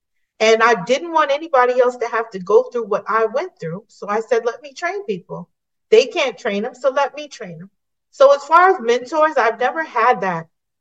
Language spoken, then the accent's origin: English; Colorado, United States; moved away; also born or lived in New Jersey; I'm from Colorado. I came here from New Jersey